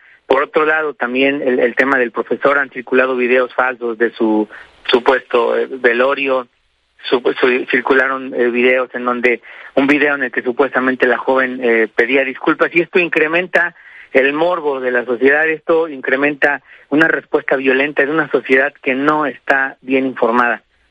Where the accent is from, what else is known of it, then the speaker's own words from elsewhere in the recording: Mexico; nosotros como sociedad mexicana